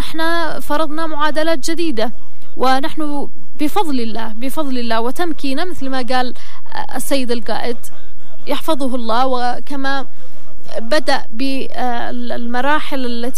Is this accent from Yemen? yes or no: yes; Yemen; لنا بالنسبة كيمنيين